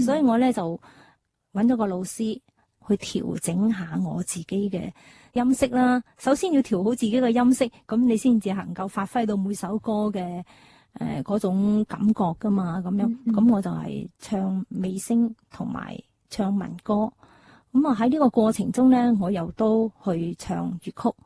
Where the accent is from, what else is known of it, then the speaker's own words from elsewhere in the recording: Guangzhou, Guangdong, China; 我自己身为系广州人，系广府嘅，即系饮住珠江水浸。